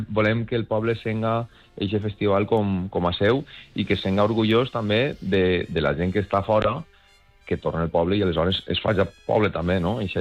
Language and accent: Catalan; Gata de Gorgos, Valencian Community, Spain; molts músics som de Gata